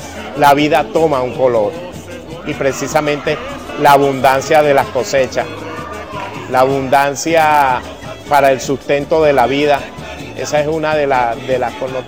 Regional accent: Venezuela

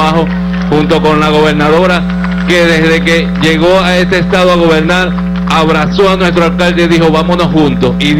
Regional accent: Venezuela; nosotros somos venezolanos

